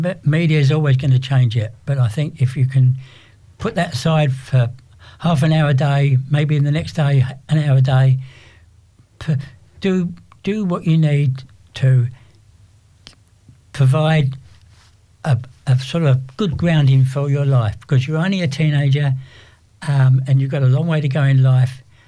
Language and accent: English; England, United Kingdom; I'm English, as you know